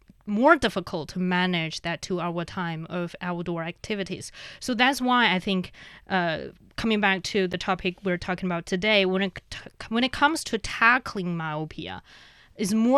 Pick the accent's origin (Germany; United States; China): China; Inner Mongolia; English is a second language; Yeah, I'm from Inner Mongolia.